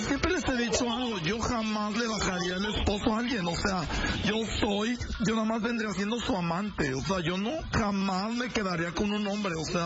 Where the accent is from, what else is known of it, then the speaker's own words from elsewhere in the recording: Silao, Guanajuato, Mexico; Sí, yo soy de Guanajuato. Sí, soy de Silao, Guanajuato.